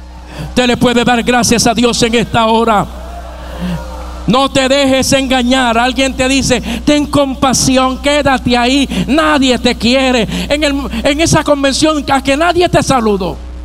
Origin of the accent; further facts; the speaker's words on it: Puerto Rico; Y si usted y yo como puertorriqueños caemos en una crisis